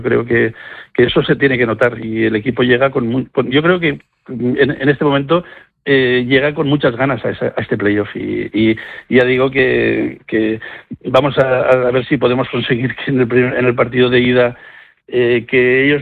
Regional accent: Castellón de la Plana, Valencian Community, Spain; la gente que somos de Castellón lo vivimos tal vez un pelín más

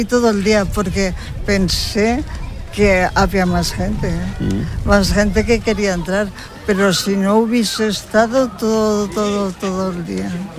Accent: El Tormo, Valencian Community, Spain; soy del Tormo.

